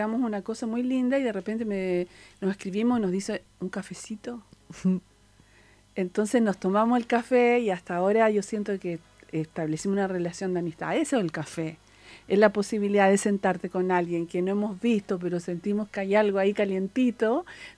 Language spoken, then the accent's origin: Spanish; Buenos Aires, Argentina; moved away; Yo soy de Buenos